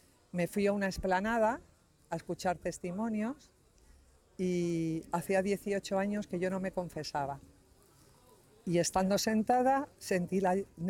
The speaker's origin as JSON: {"language": "Spanish", "town": "Madrid", "region": "Community of Madrid", "country": "Spain", "said": "Vengo de Madrid, España. Es mi segunda vez en Medjugorje."}